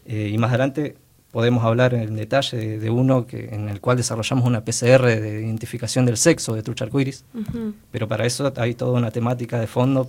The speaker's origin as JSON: {"language": "Spanish", "town": "El Calafate", "region": "Santa Cruz", "country": "Argentina", "tie": "born or raised there", "moved": "as an adult", "lives_now": "Río Gallegos, Argentina", "said": "soy nacido acá en Río Gallegos, pero me crié casi toda mi vida en Calafate"}